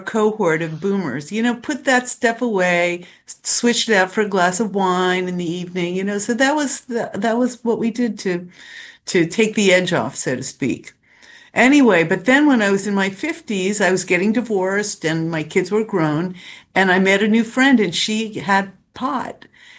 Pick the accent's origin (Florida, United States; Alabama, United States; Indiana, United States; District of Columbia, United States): District of Columbia, United States; Washington; moved away as an adult; also born or lived in California; I guess it started in Washington, D.C. And I grew up in Washington in the 60s and 70s. I went to D.C. public schools, and I went to School Without Walls. That was my high school.